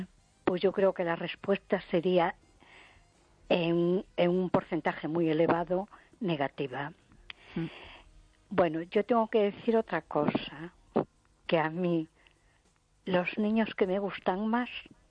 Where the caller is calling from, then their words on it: A Coruña, Galicia, Spain; de Coruña.